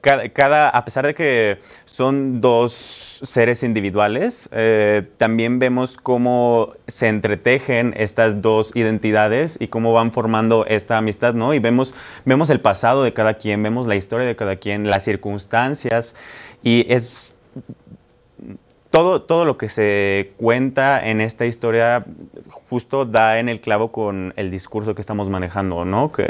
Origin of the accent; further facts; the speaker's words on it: Aguascalientes, Mexico; Somos hidrocálidos, talento hidrocálido que viene a darle una probadita a la Ciudad de México de lo que se hace allá.